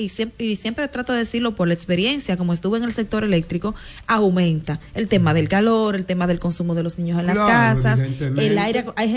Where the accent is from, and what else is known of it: Dominican Republic